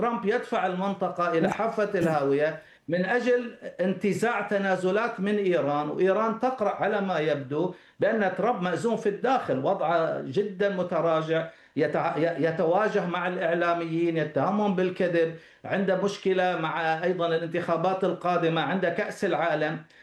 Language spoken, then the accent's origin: Arabic; Kuwait; هذه القواعد خاصة عندنا في الكويت فاضية خالية